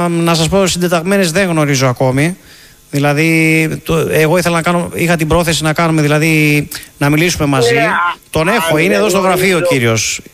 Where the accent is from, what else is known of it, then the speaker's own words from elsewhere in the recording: Manolada, Western Greece, Greece; now in Athens, Greece; κατάγομαι από Μανολάδα, έχουμε δικηγορικό γραφείο εδώ στην Αθήνα.